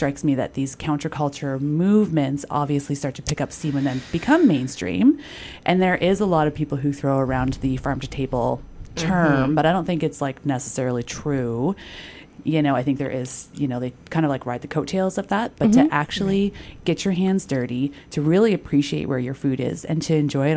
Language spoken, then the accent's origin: English; Flamborough, Ontario, Canada; I grew up in Flamborough on a little farm